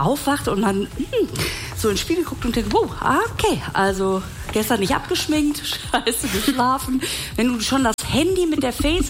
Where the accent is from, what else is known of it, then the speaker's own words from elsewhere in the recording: Münster, North Rhine-Westphalia, Germany; da spiele ich mein Solo in Münster, in meiner Heimatstadt.